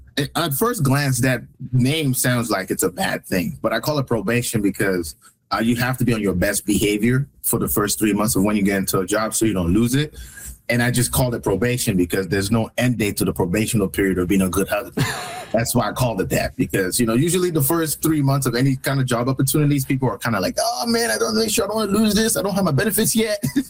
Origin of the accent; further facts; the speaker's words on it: Alberta, Canada; now in Vancouver, Canada; growing up in Alberta, it really taught me, I guess, resilience. Because, you know, growing up in the cold weather, we don't really get snow days as often because of how cold it is.